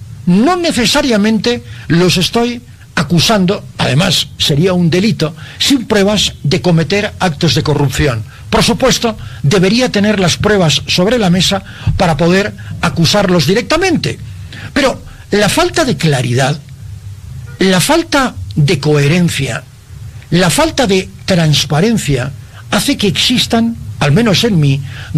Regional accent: Bolivia; como ciudadano boliviano, como ciudadano de a pie

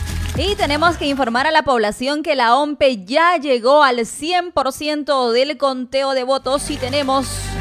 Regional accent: Peru

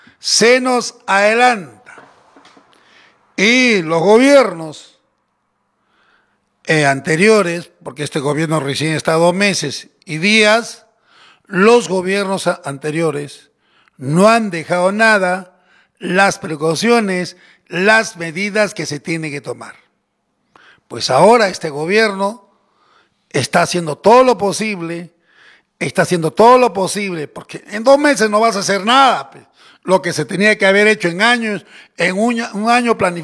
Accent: Mirave, Tacna, Peru; born there; nuestro distrito, la tierra, el distrito que me vio nacer.

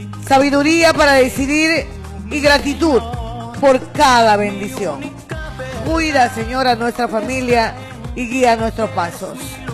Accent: Peru

